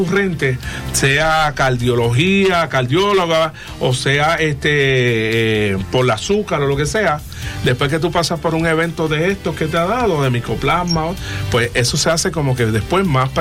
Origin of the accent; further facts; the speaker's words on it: Puerto Rico; Nosotros como puertorriqueños